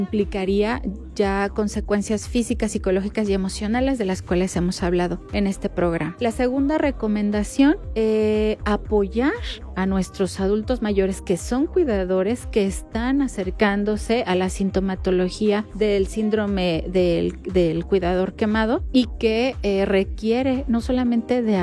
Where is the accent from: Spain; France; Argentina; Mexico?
Mexico; reconocernos como población mexicana